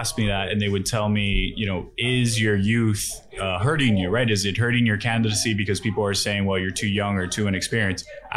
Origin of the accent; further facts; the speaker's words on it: Hialeah, Florida, United States; Hialeah is a city where we have over 300,000 residents. So, you know, to be able, and it's my hometown, most importantly.